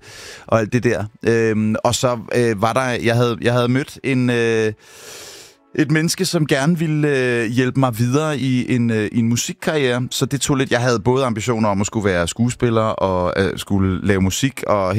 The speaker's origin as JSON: {"language": "Danish", "town": "Gentofte", "region": "Capital Region of Denmark", "country": "Denmark", "tie": "born there", "said": "Jeg er født på Gentofte sygehus."}